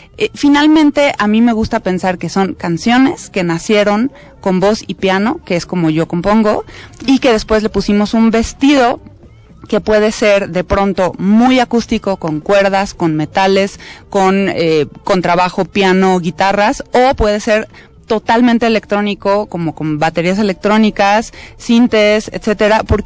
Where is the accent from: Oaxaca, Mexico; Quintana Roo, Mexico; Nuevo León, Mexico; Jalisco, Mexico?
Jalisco, Mexico; Guadalajara; moved away; also born or lived in Mexico City; a pesar de que yo soy de Guadalajara, el sitio donde empecé a componer fue aquí en la Ciudad de México